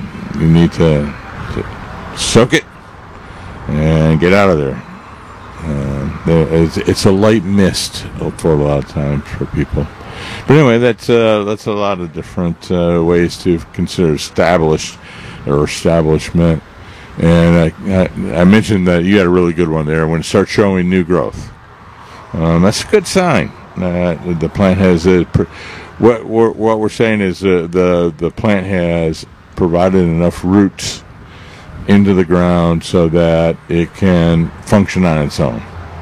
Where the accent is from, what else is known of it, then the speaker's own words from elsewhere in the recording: Midwest, United States; now in South Texas, United States; I was growing up in the Midwest